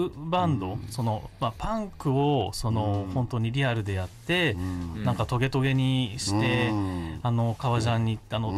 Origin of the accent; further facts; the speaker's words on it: Ichinomiya, Aichi, Japan; now in Nagoya, Japan; 私はですね、今は名古屋に住んでますが、愛知県の一宮市っていうですね、ちょっと郊外の町出身でして、家庭はもうサラリーマン家庭の長男として生まれまして、で、普通に地元の、小中と行って、名古屋の高校行って、名古屋の大学行って